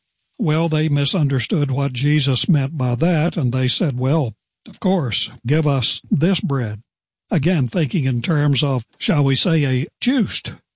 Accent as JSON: {"language": "English", "region": "West Virginia", "country": "United States", "tie": "born there", "said": "There was a man in my home state of West Virginia"}